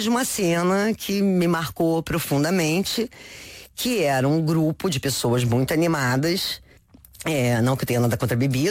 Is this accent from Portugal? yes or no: no; Brazil; Falei, desculpa, eu sou brasileira, você não me conhece